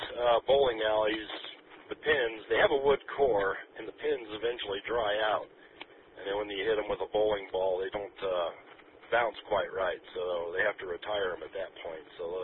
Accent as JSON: {"language": "English", "town": "Denver", "region": "Colorado", "country": "United States", "tie": "born or raised there", "said": "I grew up in Montbello. My dad, W0DFW, still lives in that house in Montbello. In between Peoria and Chambers."}